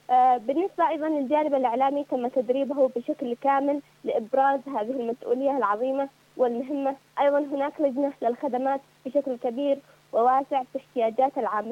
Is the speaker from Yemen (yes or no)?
yes; Yemen; بالنسبة لنا كيمنيين ويمنيات